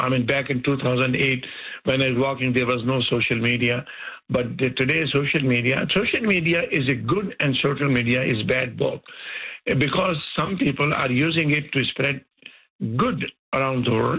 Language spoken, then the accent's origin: English; Canada; we are as Canadian as you are.